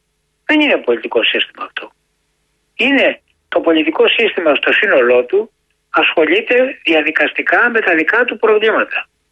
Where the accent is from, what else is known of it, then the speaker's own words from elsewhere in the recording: Peloponnese, Greece; που είναι από την πατρίδα μου κάτω από τη Γουρτινία